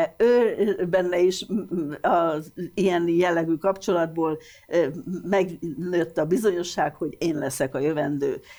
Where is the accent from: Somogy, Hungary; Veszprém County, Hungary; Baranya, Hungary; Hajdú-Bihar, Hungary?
Hajdú-Bihar, Hungary; Debrecen; az életemben először voltam szülővárosom Debrecen határain kívül.